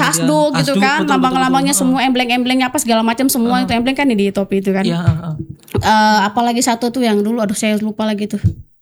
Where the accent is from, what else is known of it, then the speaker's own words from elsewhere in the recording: Papua, Indonesia; Memang dari cara ngomongnya gitu mereka kira saya bukan orang Papua.